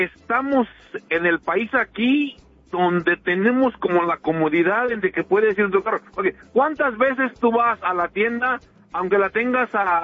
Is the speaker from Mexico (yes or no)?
yes; Mexico; moved away